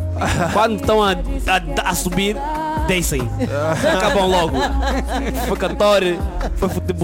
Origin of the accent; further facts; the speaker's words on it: Lisbon, Portugal; sou da linha de Sintra. Sim, eu sou da linha de Sintra.